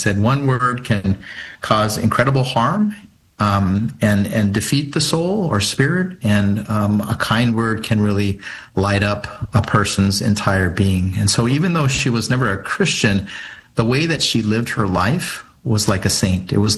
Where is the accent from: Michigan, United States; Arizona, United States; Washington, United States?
Arizona, United States; And I grew up in Arizona to two parents who really didn't talk about religion.